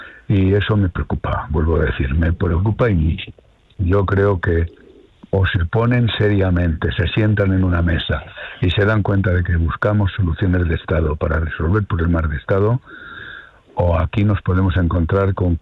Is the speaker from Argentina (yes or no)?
no; Spain; Yo como español me da vergüenza lo que está pasando en Ceuta.